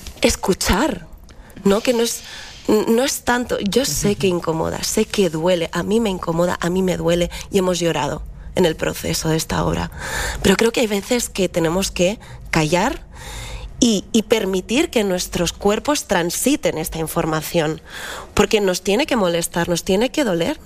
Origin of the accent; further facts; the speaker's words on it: Spain; also born or lived in Philippines; Yo sí me considero española y me considero filipina. Entonces, para mí, yo soy capaz de posicionarme en las dos posturas.